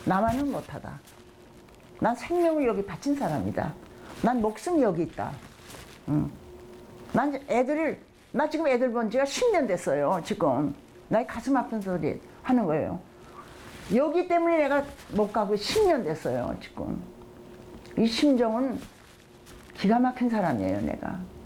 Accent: North Korea; born or raised there; now in South Korea

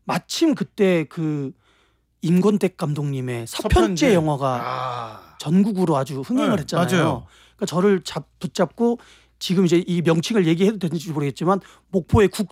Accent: Mokpo, South Jeolla, South Korea; born there; also born or lived in Gwangmyeong, Gyeonggi

